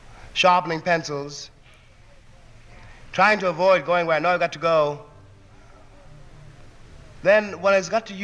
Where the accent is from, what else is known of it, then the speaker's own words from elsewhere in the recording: United States; being an American artist, of being not yet 65 years old, and of being an American Negro artist in 1963